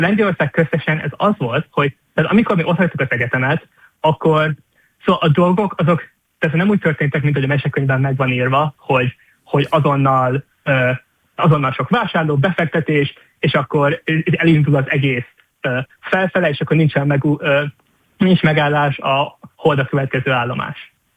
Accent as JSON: {"language": "Hungarian", "town": "Szentes", "region": "Csongrád-Csanád", "country": "Hungary", "also_born_or_lived": "Paris", "moved": "as an adult", "said": "én Szentesről vagyok. Ez egy kis alföldi település, ahol az ember nyilván nem hall startupokról, meg ilyesmi dolgokról."}